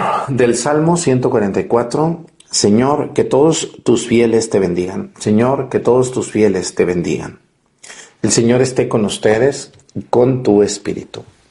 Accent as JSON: {"language": "Spanish", "town": "Mexticacán", "region": "Jalisco", "country": "Mexico", "tie": "born or raised there", "said": "y también allá en mi pueblo, en Mexicacán, todas esas obras de los parques que ustedes han ido a ver."}